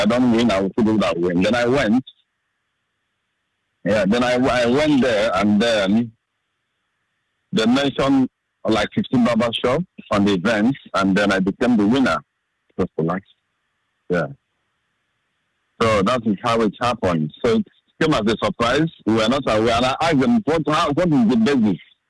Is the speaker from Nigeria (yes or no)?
yes; Nigeria; now in Footscray, Australia; I'm from Nigeria. I live in Footscray.